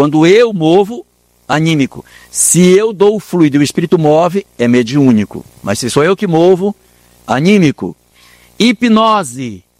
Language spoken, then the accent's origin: Portuguese; Minas Gerais, Brazil; Nós que somos mineiros, está em mim, né? Está em mim.